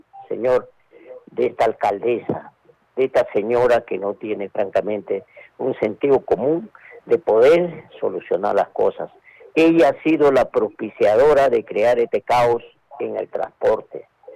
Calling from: Arequipa, Peru; la margen derecha del distrito de Cerro Colorado.

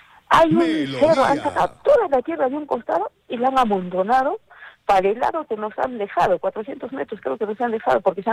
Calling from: Pachacútec, Arequipa, Peru; Yo estoy llamando de Pachacute.

